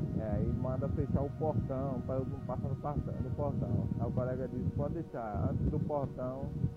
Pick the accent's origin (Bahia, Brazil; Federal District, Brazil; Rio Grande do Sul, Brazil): Bahia, Brazil; Rapaz, de graça. Eu tive um sonho, eu sou aqui da Bahia.